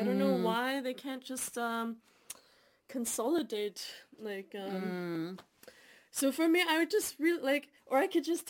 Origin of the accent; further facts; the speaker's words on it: Canada; like, for me, this mixture of growing up in Canada